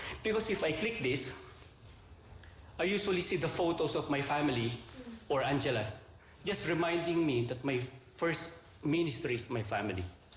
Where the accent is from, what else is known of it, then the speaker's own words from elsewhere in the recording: Philippines; now in New Zealand; Then I'm a Filipino.